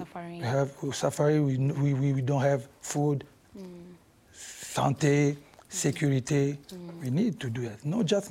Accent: DR Congo; English is a second language

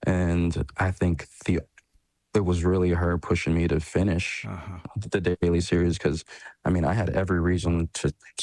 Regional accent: Texas, United States; It's a big part of why I was so afraid of being myself growing up, because it's just like, yeah, we're not as... We tend to not be as open-minded as other places.

